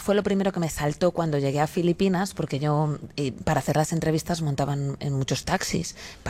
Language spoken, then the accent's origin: Spanish; Spain; where are you from? Spain, tal, ¿de dónde eres? Española.